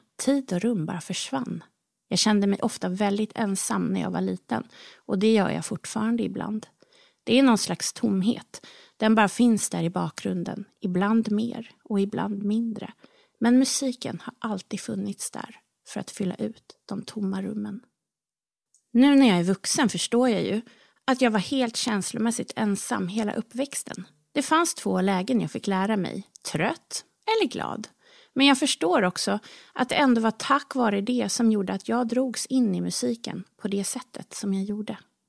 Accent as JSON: {"language": "Swedish", "town": "Berghem", "region": "Västra Götaland County", "country": "Sweden", "tie": "born or raised there", "said": "Jag var bara några år när jag klättrade upp vid pianot i vardagsrummet hemma på Dagvägen 8 i Berghem."}